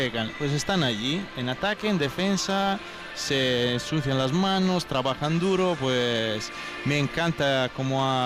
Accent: Milan, Lombardy, Italy; now in Ochandiano, Spain; como buen italiano y como buen lombardo, porque en Galbiati compartimos la región, nosotros somos dos lombardos, él de Monza, más tirando a Monza, yo de Milán

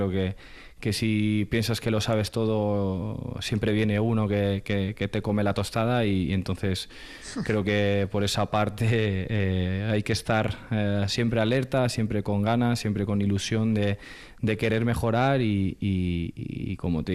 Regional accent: Jávea, Valencian Community, Spain; Bueno, al final Javea es mi pueblo de toda la vida.

